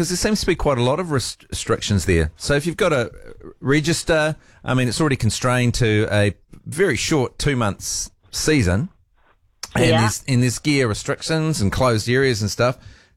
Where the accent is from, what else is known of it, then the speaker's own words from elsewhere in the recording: South Island, New Zealand; See, that's probably why I call them patties, because I'm from the South Island as well, Lisa.